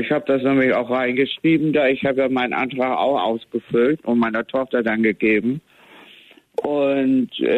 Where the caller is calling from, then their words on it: Tostedt, Lower Saxony, Germany; ich komme hier aus Tostedt, 21255 ist meine Postleitzahl